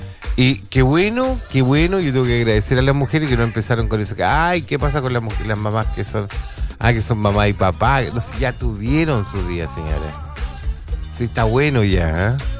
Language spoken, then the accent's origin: Spanish; Rayenco, Biobío, Chile; born there; Sí, yo siempre les cuento, yo nací en Rayenco. Fui uno de los privilegiados en nacer en Rayenco, un lugar que ya no existe.